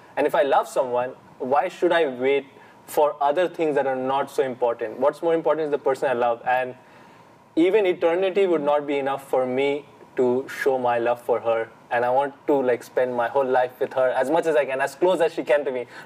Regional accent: Kolkata, West Bengal, India; moved away; I'm from Calcutta, from where Mother Teresa is, and I grew up there my whole life, but my family comes from North India, Northeast India, that is the hilly part of India.

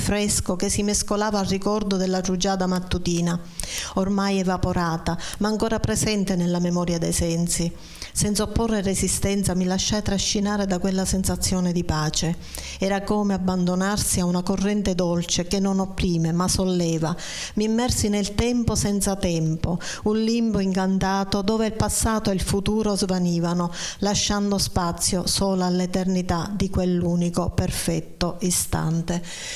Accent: Sicily, Italy; la memoria di tutto il vissuto che abbiamo avuto come siciliani

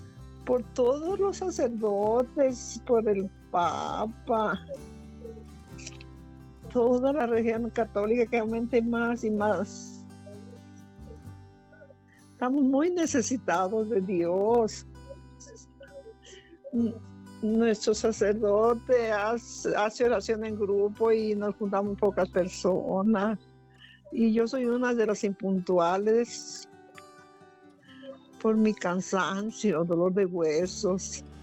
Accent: Santiago de Compostela, Galicia, Spain; Yo soy de Compostela, no le dije.

